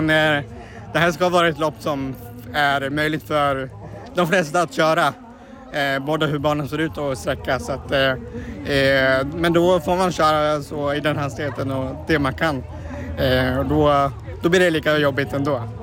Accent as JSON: {"language": "Swedish", "town": "Borlänge", "region": "Dalarna County", "country": "Sweden", "tie": "born or raised there", "moved": "yes", "said": "Även om jag nu mera inte bor i Borlänge, men jag är uppvuxen i Borlänge"}